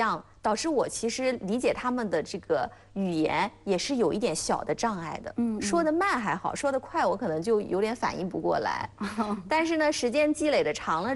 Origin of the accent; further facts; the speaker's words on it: Chuzhou, Anhui, China; 我是皖东的。